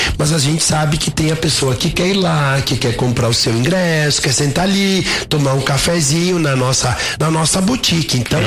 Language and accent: Portuguese; Nova Prata, Rio Grande do Sul, Brazil; Nós somos de Nova Prata, nós somos do Rio Grande do Sul, sim, e nós somos bairristas, a nossa cidade e o nosso estado são maravilhosos